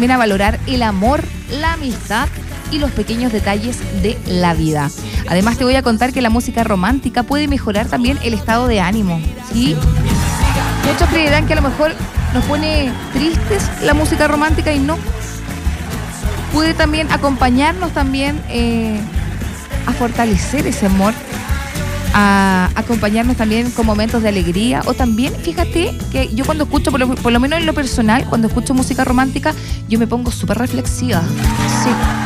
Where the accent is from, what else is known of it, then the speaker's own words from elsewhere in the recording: Chile; de verdad que no hay pan como el chileno.